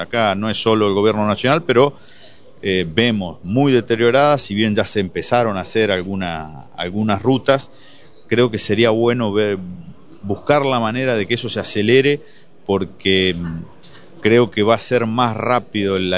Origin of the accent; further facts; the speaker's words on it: Santa Fe, Argentina; Corrientes y Santa Fe, yo soy de Santa Fe